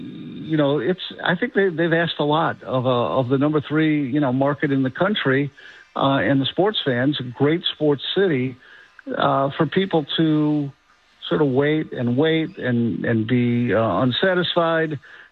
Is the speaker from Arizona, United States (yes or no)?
no; Illinois, United States; I grew up in the Chicago suburbs.